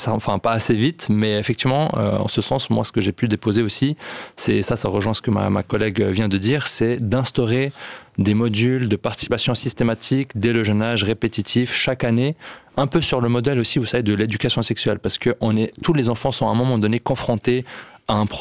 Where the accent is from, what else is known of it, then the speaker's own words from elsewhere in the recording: Lausanne, Vaud, Switzerland; je dis toujours je suis lausannois d'origine